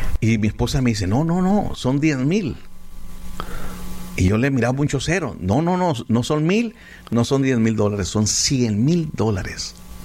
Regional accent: San Nicolás, San Luis Potosí, Mexico; tenemos que abrir una iglesia en mi pueblito o campo San Luis Potosí. San Nicolás es la cabecera, el pueblo, pero es en San Luis Potosí

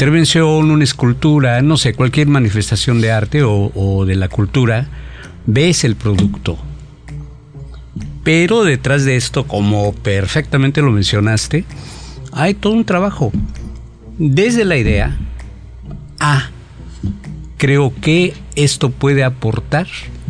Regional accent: Chilpancingo, Guerrero, Mexico; Nací en Chilpancingo

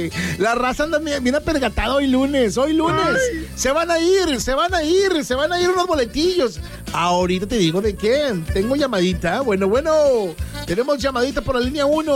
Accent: Nuevo León, Mexico; nosotros, los de Nuevo León?

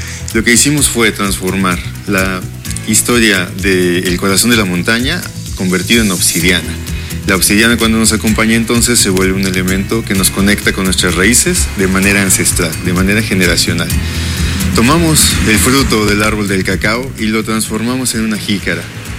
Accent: San Martín de las Pirámides, State of Mexico, Mexico; soy de San Martín de las Pirámides, soy artesano de tercera generación

